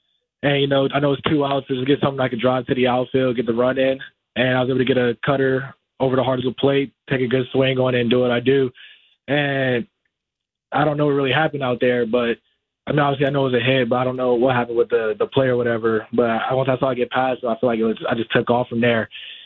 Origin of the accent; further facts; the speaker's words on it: Georgia, United States; Obviously, we're on the West Coast, and I'm from Georgia myself.